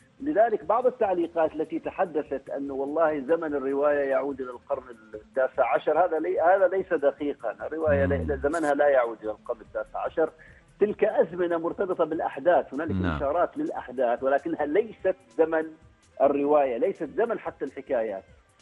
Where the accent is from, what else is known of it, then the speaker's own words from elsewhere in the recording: Oman; ولست كاتبا من أمريكا اللاتينية ولا من أوروبا، أنا كاتب من عمان، أنتمي إلى ثقافة معينة، أنتمي إلى لغة أيضا لديها محمولاتها